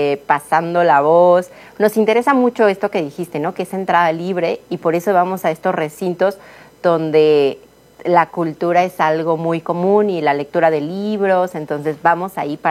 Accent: Mexico; un símbolo que como cultura mexicana esté muy allegado a nosotros

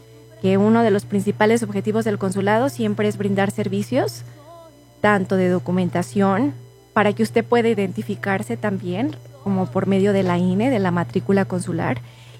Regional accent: Mexico; Es un derecho que tenemos como ciudadanos mexicanos si cumplimos con la mayoría de edad.

